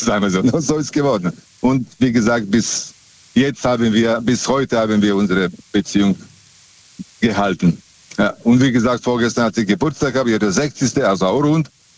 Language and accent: German; Serbia; Das heißt, ich habe damals, ich komme aus Serbien, und ich habe damals am Busbahnhof gearbeitet.